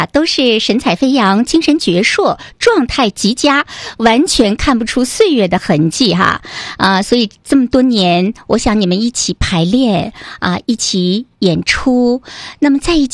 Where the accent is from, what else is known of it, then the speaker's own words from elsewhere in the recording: Changchun, Jilin, China; born there; 作为长春人，我觉得生在这块土地上，我们会感觉非常的幸福